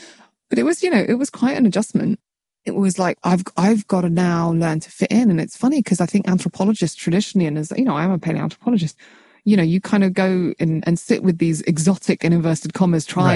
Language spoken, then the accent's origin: English; United Kingdom; So I'm a British Arab, right?